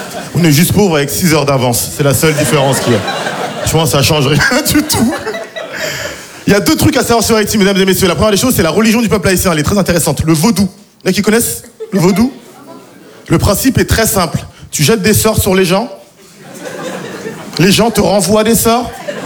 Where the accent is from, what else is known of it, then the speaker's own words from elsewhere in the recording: Île-de-France, France; Moi, j'ai grandi en France et je suis né en France. J'ai grandi en banlieue parisienne.